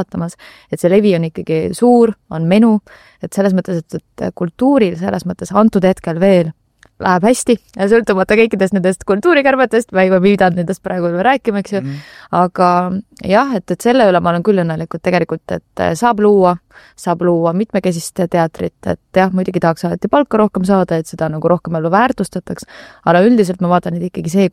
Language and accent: Estonian; Tallinn, Harju County, Estonia; born or raised there